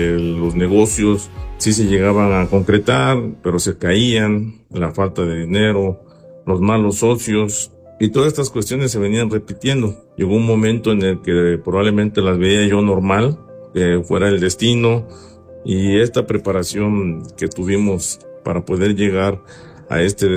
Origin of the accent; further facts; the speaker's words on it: Tlapa de Comonfort, Guerrero, Mexico; born there; Y para ello, en el lugar donde nacimos, aquí en Tlapa de Comonfort Guerrero, tuvimos a cierta edad, más o menos en el segundo año del jardín, tuvimos una mala experiencia con el dinero.